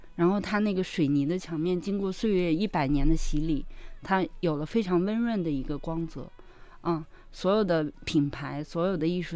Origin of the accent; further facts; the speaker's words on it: China; 我们中国人